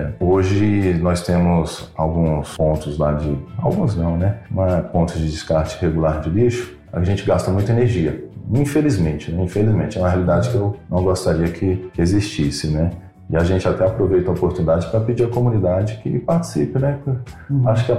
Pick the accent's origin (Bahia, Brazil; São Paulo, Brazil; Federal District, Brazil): Federal District, Brazil; Recanto das Emas; born or raised there; also born or lived in Taguatinga